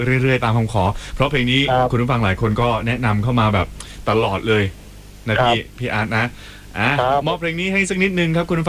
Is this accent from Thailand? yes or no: yes; Southern Thailand, Thailand; นี่เราได้คุยกับผมด้วยแล้วผมก็เป็นคนใต้ด้วย